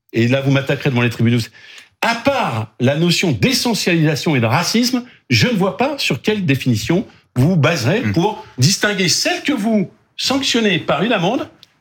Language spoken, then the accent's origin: French; France; Je suis française.